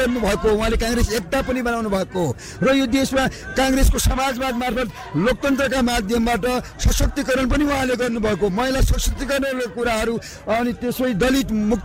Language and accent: Nepali; Byas, Sudurpashchim Province, Nepal; म दार्चुला जिल्ला, सुदूरपश्चिम प्रदेशको दार्चुला जिल्लाबाट, म ब्यास गाउँपालिका हो मेरो घर।